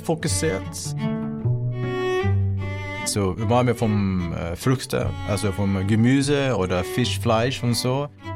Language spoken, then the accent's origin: German; Sweden; German is a second language; also born or lived in South Korea; now in Germany; Ich bin adoptiert vom Südkorea und aufgewachsen in Schweden. Klar, ich bin Schwede in meinem Herz irgendwie, aber auch nicht.